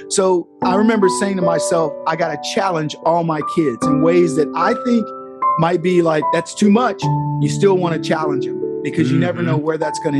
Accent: Brady, Texas, United States; born there; also born or lived in San Antonio, Texas; when we moved to Brady from San Antonio, and I was in the second grade

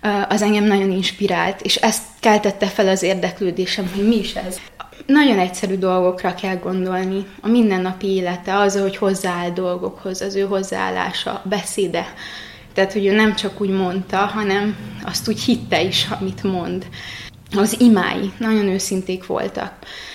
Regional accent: Baraolt, Covasna, Romania; Én Székelyföldről érkeztem, egy kis városból, Baróta neve. Keresztény családban nőttem fel

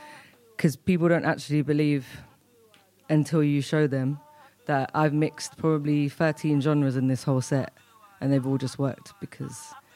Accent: St. Lucia; I am from St. Lucia.

